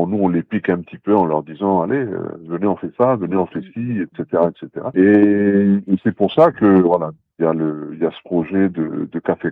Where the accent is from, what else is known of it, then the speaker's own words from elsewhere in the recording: New Caledonia; on est originaire nous du quartier de River Star